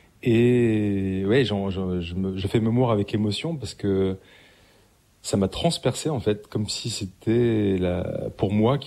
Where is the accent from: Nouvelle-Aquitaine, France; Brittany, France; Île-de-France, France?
Île-de-France, France; Paris; j'ai grandi à Paris